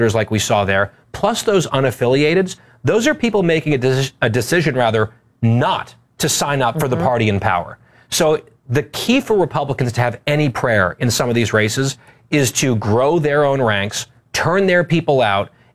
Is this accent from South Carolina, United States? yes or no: no; New Jersey, United States; I'm from New Jersey. I lived through 9/11 in high school. My town lost 12 people.